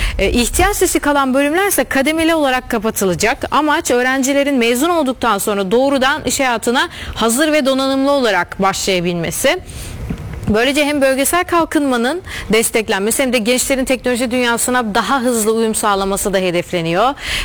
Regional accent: Inegol, Bursa, Turkey; Evet, bir İnegöl'lü olarak.

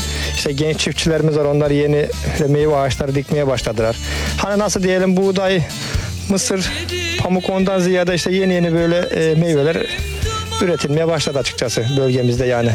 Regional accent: Ceyhan, Adana, Turkey; Yani uzun zamandır köyümüzdeyiz. Doğma büyüme Kılıçkayalıyım yani.

